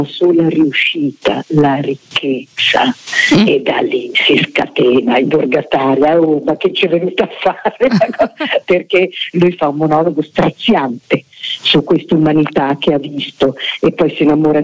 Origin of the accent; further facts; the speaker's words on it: Milan, Lombardy, Italy; per me che sono di Milano, a un pochino ti ricordo un po' le telefonate della Franca Valerio